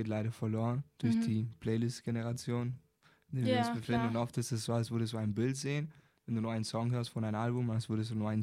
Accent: Almería, Andalusia, Spain; first language Spanish; German is a second language; now in Germany; In Andalusien, in Almeria, im Süden.

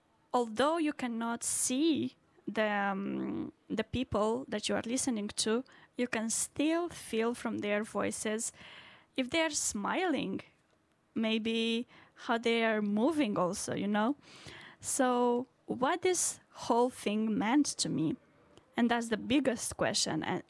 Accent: Romania; first language Romanian; English is a second language; moved away; all the songs from today are in Romanian language, which is my mother tongue

